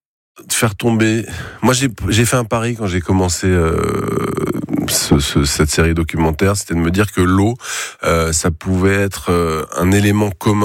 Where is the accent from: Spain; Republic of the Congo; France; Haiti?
France; Saint-Malo, Brittany; j'ai grandi, je suis né en Bretagne, à Saint-Malo, voilà, j'ai passé ma vie sur l'eau.